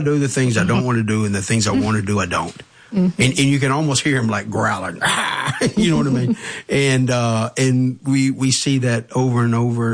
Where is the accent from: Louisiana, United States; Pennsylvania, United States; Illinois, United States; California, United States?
Louisiana, United States; Sunset Acres; You know, I was born and raised. I was raised in Sunset Acres